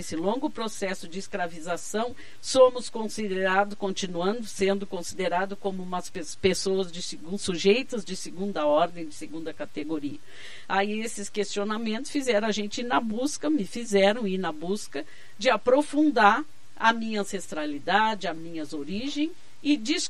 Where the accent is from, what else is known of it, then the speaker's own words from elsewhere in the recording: Brazil; para nós, enquanto brasileiros